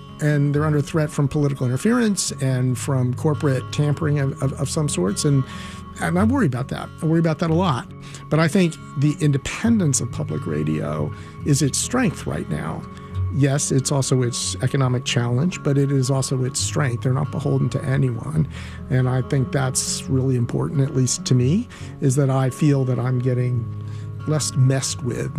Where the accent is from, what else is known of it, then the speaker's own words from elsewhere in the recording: Winston-Salem, North Carolina, United States; I'm from Winston-Salem.